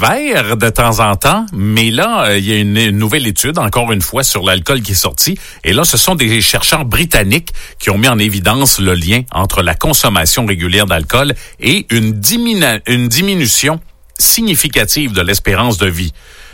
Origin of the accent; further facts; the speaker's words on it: Canada; chez nous au Canada ou encore aux États-Unis.